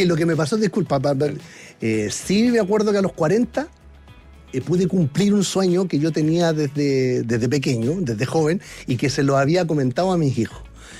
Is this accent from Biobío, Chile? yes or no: no; Melipilla, Santiago Metropolitan Region, Chile; Yo vengo del tiempo, yo soy de Melipilla.